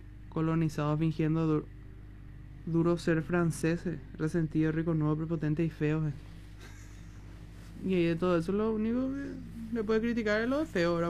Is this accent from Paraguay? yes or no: yes; Paraguay; Mi principal compromiso es ser la voz del pueblo paraguayo, decir lo que ellos no pueden y defender a mi país